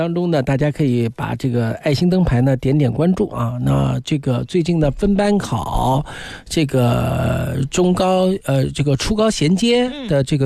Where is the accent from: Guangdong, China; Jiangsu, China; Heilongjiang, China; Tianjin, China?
Jiangsu, China; Wuxi; 我是无锡人